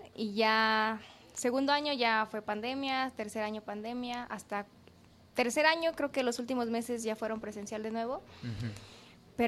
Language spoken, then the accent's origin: Spanish; Chiapas, Mexico; moved away; Del estado de Chiapas.